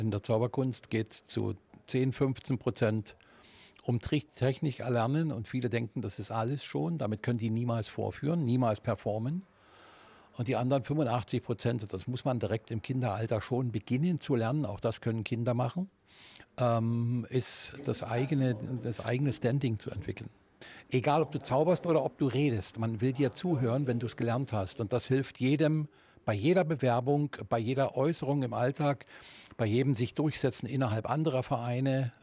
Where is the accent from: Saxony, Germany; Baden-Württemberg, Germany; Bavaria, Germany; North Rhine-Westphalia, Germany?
Saxony, Germany; Görlitz; moved away; Ich bin ja nur hier wieder hergekommen, weil ich gebürtiger Görlitzer bin